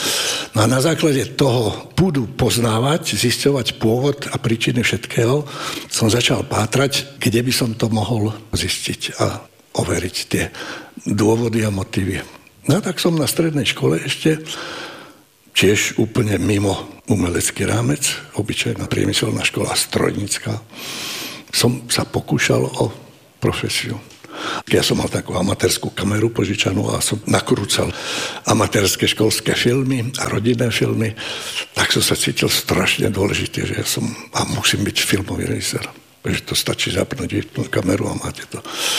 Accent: Poprad, Prešov Region, Slovakia; born there; v tej veľkej, kde som sa narodil, i v Poprade a v okolí, tu je silná tradícia divadla.

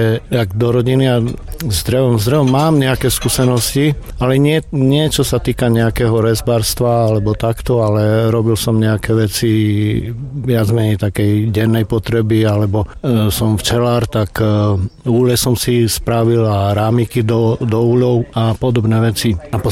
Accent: Prešov, Prešov Region, Slovakia; som z Prešova.

